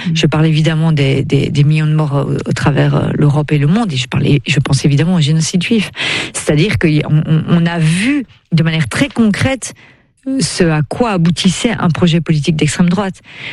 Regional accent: Belgium; je parle en tant que Belge

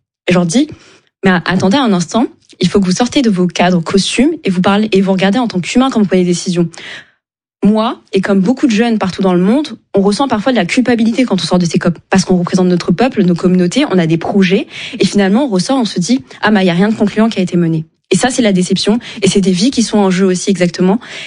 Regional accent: Chad; Je suis tchadienne, bien sûr.

